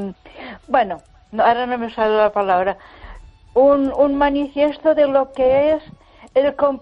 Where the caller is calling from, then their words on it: Ponferrada, Castile and León, Spain; de Ponferrada.